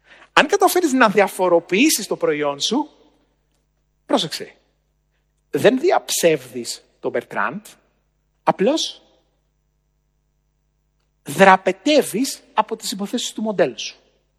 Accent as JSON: {"language": "Greek", "town": "Navariko", "region": "Western Greece", "country": "Greece", "tie": "born or raised there", "said": "Στο χωριό μου λοιπόν, στο Αγρίνιο, εκεί που μεγάλωσα, στο Ναβαρίκο Ετωλοακαρνανίας, ένα μικρό χωριό που είναι κοντά στο Θέρμο"}